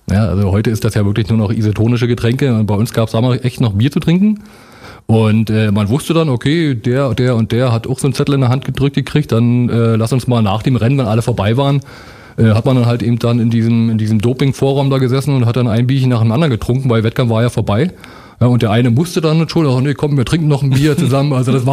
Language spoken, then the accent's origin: German; East Germany, Germany